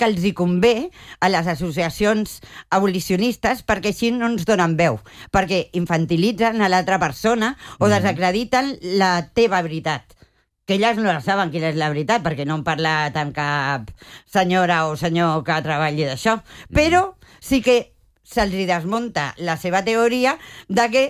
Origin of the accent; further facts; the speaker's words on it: Barcelona, Catalonia, Spain; jo soc de Barcelona